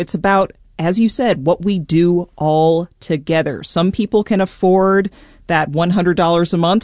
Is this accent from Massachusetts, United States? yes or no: no; St. Louis, Missouri, United States; I grew up in St. Louis